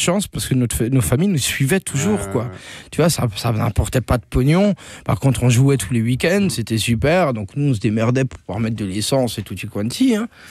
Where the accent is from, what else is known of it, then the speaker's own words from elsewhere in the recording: Grand Est, France; moved away as an adult; moi je suis d'Alsace et puis ça me fait bizarre de voir autant de gens dans la rue